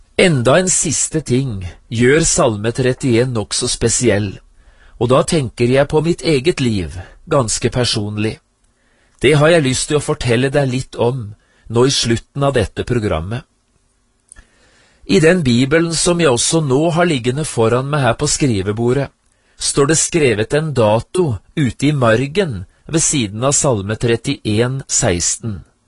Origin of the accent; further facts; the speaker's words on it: Notodden, Vestfold og Telemark, Norway; Gransherra kirke, som ligger ca. 3 mil fra Notodden, hjembyen min.